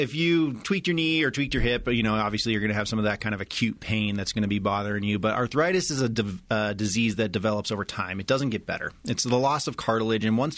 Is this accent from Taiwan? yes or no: no; Colorado, United States; My wife's from Vail as well, so we're both from Colorado.